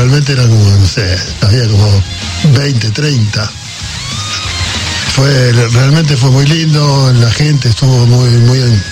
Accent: Quilmes, Buenos Aires Province, Argentina; fuimos una banda importante que salió de Quilmes

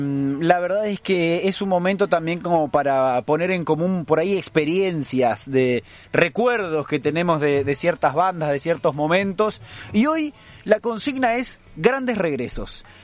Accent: Argentina; Algo que nosotros como argentinos nos podemos vanagloriar

